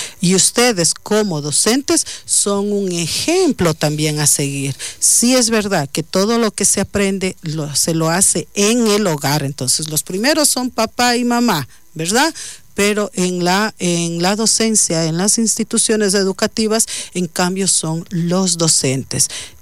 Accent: Ecuador; como buenos ecuatorianos debemos saber los colores de nuestra bandera, nuestro himno, respetar, sí es verdad

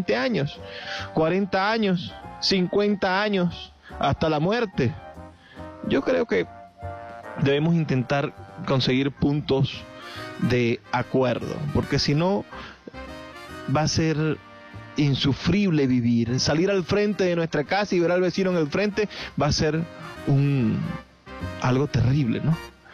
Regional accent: Venezuela; ¿Qué nos define a todos como venezolanos?

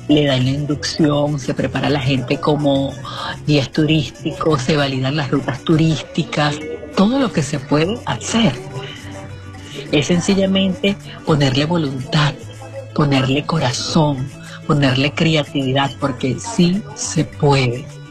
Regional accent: Apure, Venezuela; el estado Apure, mi tierra, la tierra de mis hijos

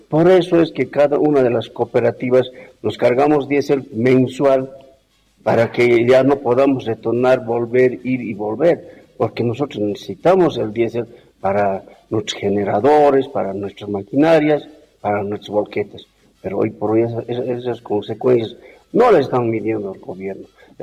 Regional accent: Bolivia; como bolivianos, nosotros nos sentimos nuevamente afectados.

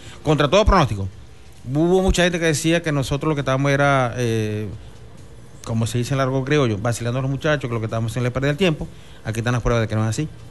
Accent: Venezuela; nosotros como venezolanos

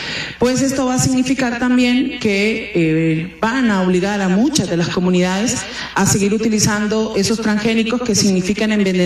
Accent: Honduras; En mi país, la denominada República Bananera

